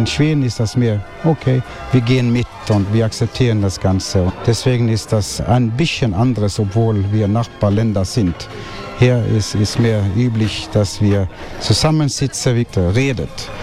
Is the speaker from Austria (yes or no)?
no; Bergen, Vestland, Norway; German is a second language; moved away as an adult; Bergen, auf der Westküste. So, wenn ich hierher gekommen bin seit 2010, dann habe ich ein Gefühl gehabt, dass ich zu Hause war.